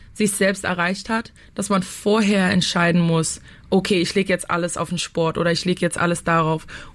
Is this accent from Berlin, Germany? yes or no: yes; Berlin, Germany; muss meine Heimat zurücklassen. Ich meine, ich vermisse Berlin so, so, so sehr.